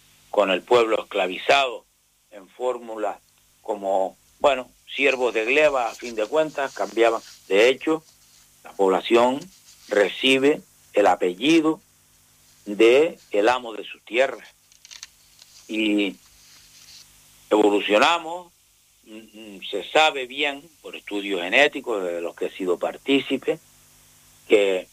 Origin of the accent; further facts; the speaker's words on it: Canary Islands, Spain; Luego, ese es nuestro origen y nuestra entrada como pueblo canario en la historia.